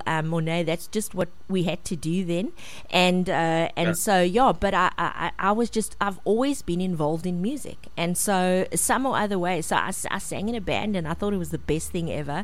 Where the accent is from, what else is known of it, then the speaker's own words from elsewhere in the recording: Gqeberha, Eastern Cape, South Africa; born there; now in George, South Africa; I was born in Gqeberha.